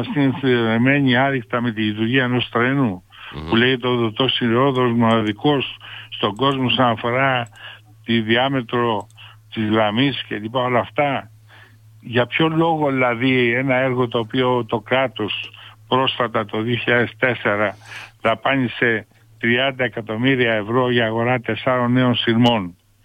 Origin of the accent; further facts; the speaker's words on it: Kalavryta, Western Greece, Greece; και το οποίο χρησιμοποιήσαμε για πολλά χρόνια και εμείς εδώ που μεγαλώσαμε στα Καλάβρητα, σαν συγκοινωνιακό μέσο. Δεν είχαμε δρόμο.